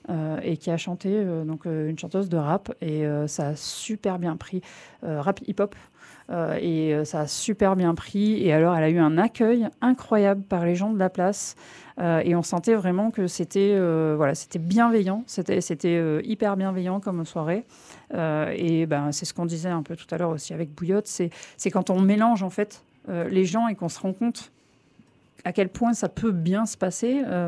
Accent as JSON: {"language": "French", "town": "Toulon", "region": "Provence-Alpes-Côte d'Azur", "country": "France", "said": "Nous, on est de Toulon depuis des années. Et en fait, on voit les jeunes partir."}